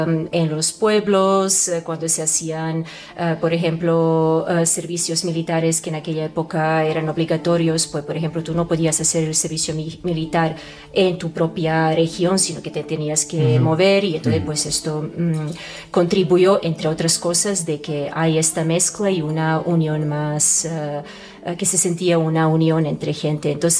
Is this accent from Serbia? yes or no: yes; Serbia; moved away; crecer en Antigua Yugoslavia, después Serbia, entre Yugoslavia y Serbia hemos cambiado el nombre del país varias veces